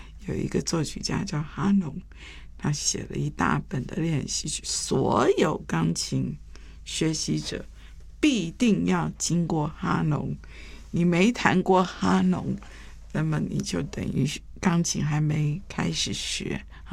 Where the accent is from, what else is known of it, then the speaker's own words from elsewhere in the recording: Taiwan; 所以我记得我在这个眷村里面长大的时候，我一学琴一票的所有眷村的小孩子跟我同年都去学了